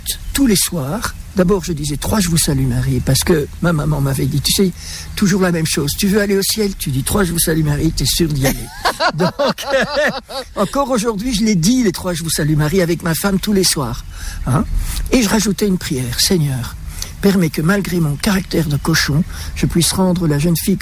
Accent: Kinshasa, DR Congo; born there; Donc, je suis né à Kinshasa, au Congo.

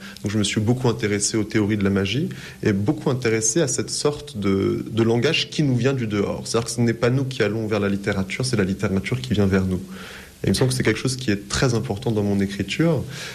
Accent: Paris, Île-de-France, France; born there; moved away as an adult; also born or lived in United States; Donc moi, je suis français, parisien. Je suis né à Paris. J'ai fait des études de lettres à Paris.

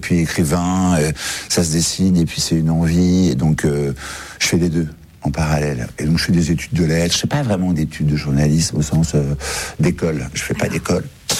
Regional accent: France; bonjour, je suis un Français.

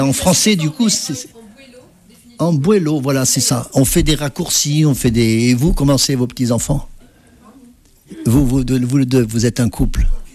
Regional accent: Auvergne-Rhône-Alpes, France; la potée de machin, parce qu'on est originaire de l'Auvergne, alors ça c'est sacré dans notre famille, et puis ça se passe de mère en fille, les recettes et tout ça

